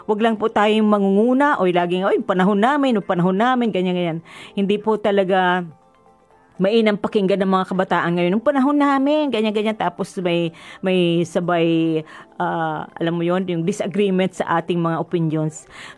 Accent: Davao City, Davao Region, Philippines; accent: Bisaya; Ako, Bisaya man ako dahil, no? Tagadabaw ako. So, mayroon accent ang Timorlin na, ano ba yun? May accent na Bisaya.

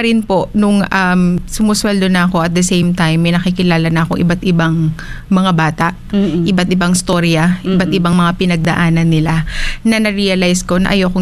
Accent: Manila, Metro Manila, Philippines; Manila po.

